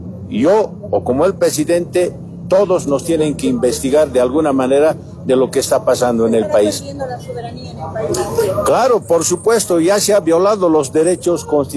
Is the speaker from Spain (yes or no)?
no; Bolivia; Los bolivianos podemos resolver nuestros problemas internamente